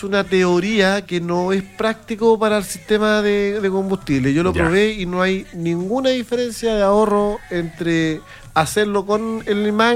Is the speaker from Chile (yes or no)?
yes; Chile; Somos chilenos